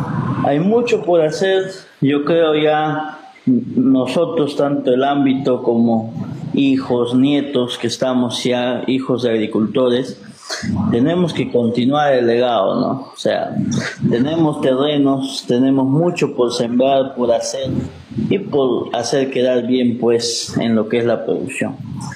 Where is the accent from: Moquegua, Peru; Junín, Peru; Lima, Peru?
Junín, Peru; somos de acá, de Selva Central